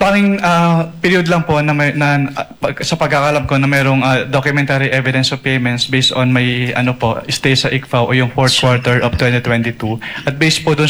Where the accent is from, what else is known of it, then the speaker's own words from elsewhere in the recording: Central Luzon, Philippines; born there; now in Manila, Philippines; Sa Nueva Ecija po, Your